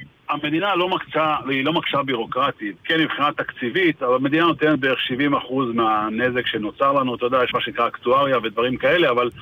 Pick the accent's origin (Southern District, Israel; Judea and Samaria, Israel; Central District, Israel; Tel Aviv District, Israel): Southern District, Israel; Be'eri; ובסוף אנחנו רוצים לחזור הביתה, אנחנו רוצים לשקם את הכל ולחזור הביתה לקהילה שלנו. המשפחה כבר לא תהיה אותו דבר וגם הקהילה היא השתנתה טיפה. אבל אני אומר לך שעדיין, אני אומר ש80% ממה שהיה בבארי